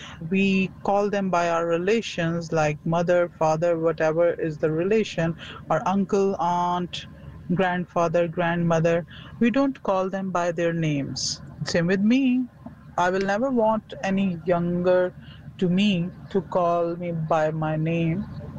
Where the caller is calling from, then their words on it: Islamabad, Islamabad Capital Territory, Pakistan; I am from Pakistan. City is Islamabad.